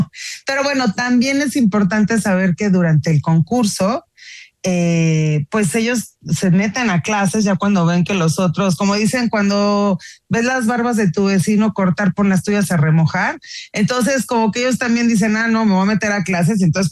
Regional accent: Mexico; Pues es una cocina que a mí me resulta como mexicana bastante dulce

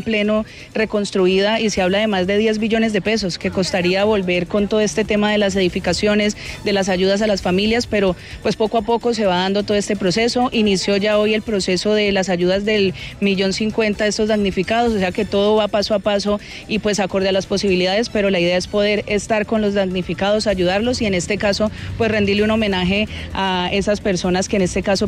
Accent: Cali, Valle del Cauca, Colombia; yo también soy caleña

